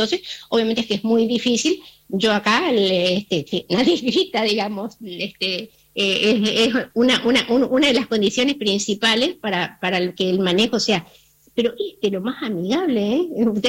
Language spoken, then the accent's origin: Spanish; Argentina